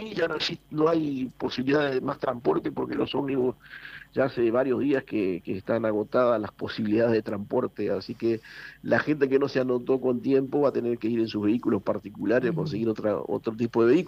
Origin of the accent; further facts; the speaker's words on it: Minas, Lavalleja, Uruguay; moved away as an adult; also born or lived in San José de Mayo, Uruguay; now in Salto, Uruguay; Yo soy originario de Minas, después fui obispo de San José 13 años, y después me trasladaron a Salto